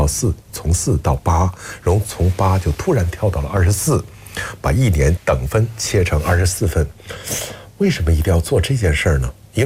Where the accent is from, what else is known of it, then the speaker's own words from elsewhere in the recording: Northeast China, China; 我是东北人，